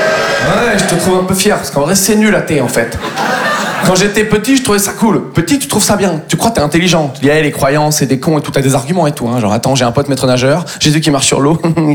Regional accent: Nouvelle-Aquitaine, France; Moi je viens du Poitou-Charentes. Tout le monde s'en bat les couilles de nous, quoi.

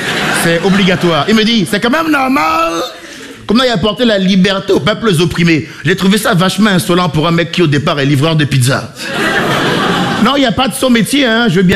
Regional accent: Benin; born or raised there

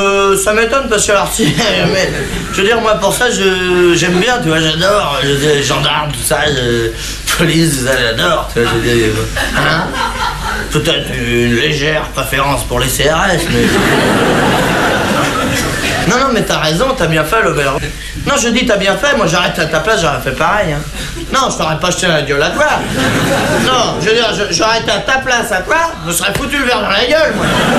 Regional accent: France; Les français, c'est des cons, ouais, ben je suis bien blasé, hein, je suis français.

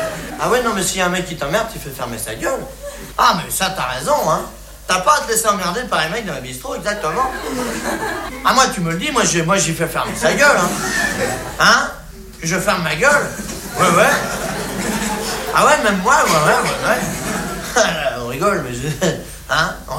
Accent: France

